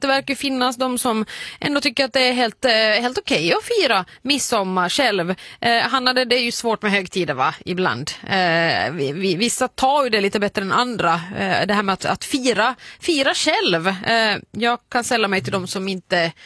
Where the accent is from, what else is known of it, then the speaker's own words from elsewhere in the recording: Finland; now in Sweden; Eller, ja, när jag fortfarande bodde hemma i Finland. Jag flyttade till Sverige 2014. Men född och uppvuxen där.